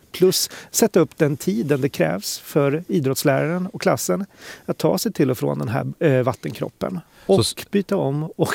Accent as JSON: {"language": "Swedish", "country": "Sweden"}